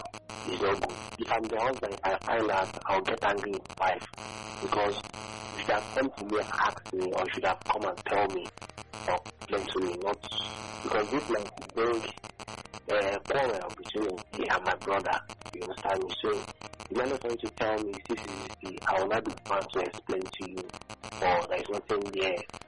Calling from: Dubai, United Arab Emirates; I'm calling from Dubai.

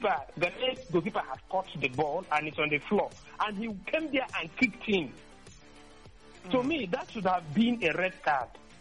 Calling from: Nigeria; From Abowere Road.

